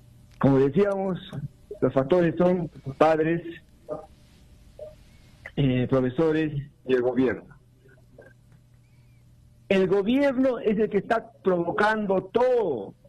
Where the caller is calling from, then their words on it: Juliaca, Puno, Peru; desde Juliaca.